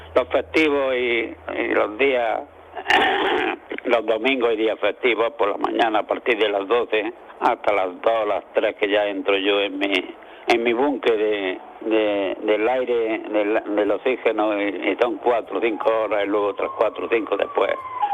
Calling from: Almuñécar, Andalusia, Spain; de Almuñécar.

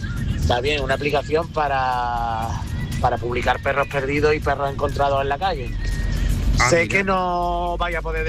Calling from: Alhaurín el Grande, Andalusia, Spain; soy de Laurín, el grande.

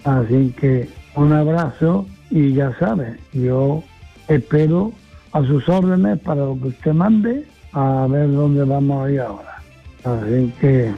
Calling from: Padul, Andalusia, Spain; Hola Manolo … de Padul.

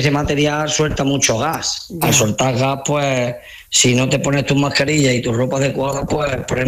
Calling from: Casariche, Andalusia, Spain; Yo vivo en Casariche.

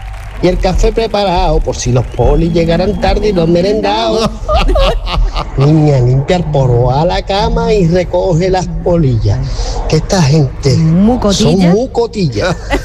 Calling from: Cádiz, Andalusia, Spain; Buenos días, programa de Revolú, desde Cádiz.

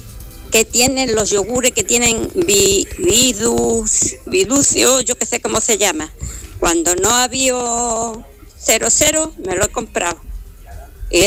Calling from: Estepona, Andalusia, Spain

